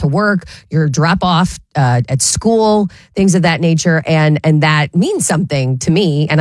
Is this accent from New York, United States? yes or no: no; Ohio, United States; I grew up here. I grew up listening to Magic in the mornings.